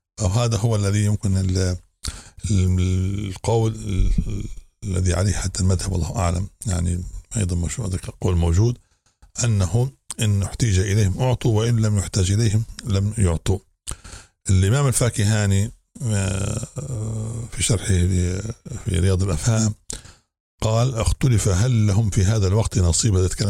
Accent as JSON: {"language": "Arabic", "country": "Libya", "said": "عندنا في ليبيا"}